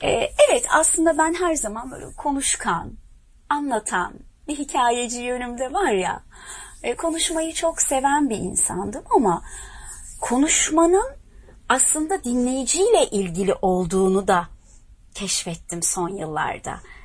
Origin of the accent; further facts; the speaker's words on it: Arnavutköy, Istanbul, Turkey; Ben Arnavutköylüyüm. Arnavutköy sokaklarında sesimi buldum aslında. Sesimi ilk duyduğum sokaklar.